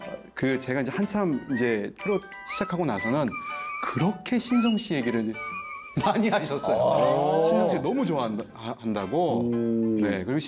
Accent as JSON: {"language": "Korean", "region": "Seoul", "country": "South Korea", "tie": "born there", "said": "저는 태어나기로는 서울에 태어났는데 저도 뭐 충청의 피가 흐르고 있죠."}